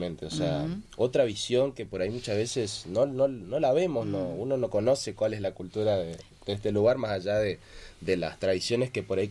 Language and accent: Spanish; Resistencia, Chaco, Argentina; Yo soy de Chaco, Resistencia